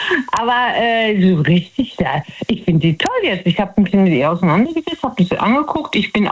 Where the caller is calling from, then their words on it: Betzdorf, Rhineland-Palatinate, Germany; Aus Betzdorf.